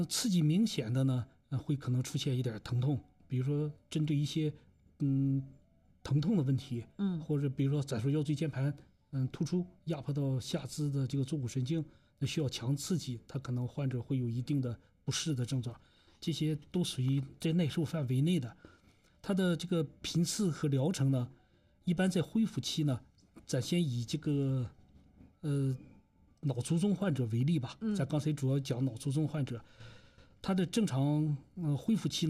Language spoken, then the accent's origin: Chinese; China; 我们中国人